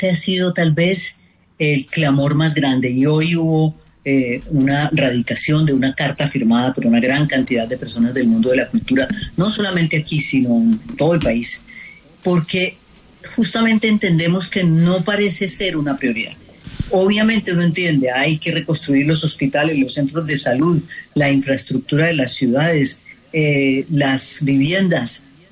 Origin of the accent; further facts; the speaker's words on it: Armenia, Quindío, Colombia; also born or lived in Bogotá; Bueno, yo soy de Armenia. Yo lo que hice fue regresar a mi ciudad de origen, ya en el momento en que consideré que era bueno dejar a Bogotá y venirme a vivir acá.